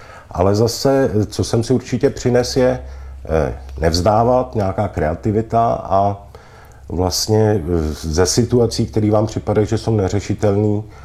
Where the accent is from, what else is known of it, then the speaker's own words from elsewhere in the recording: Prague, Czechia; jsem z Bohnic, což taky není úplně jednoduchý být z Bohnic